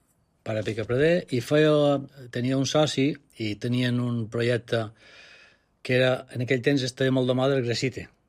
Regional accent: Mallorca, Balearic Islands, Spain; born there; also born or lived in Montevideo, Uruguay; I jo vam venir aquí quan jo tenia 4 anys.

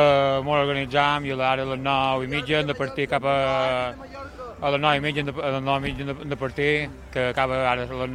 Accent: Ses Salines, Balearic Islands, Spain

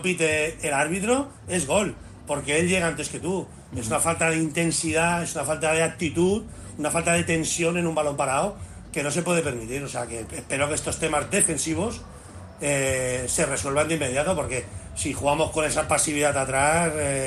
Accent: Spain; como español que somos

